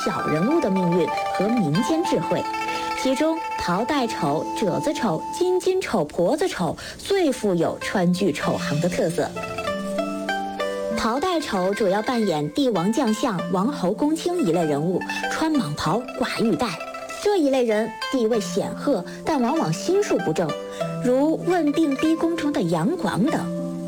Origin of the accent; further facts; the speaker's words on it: Sichuan, China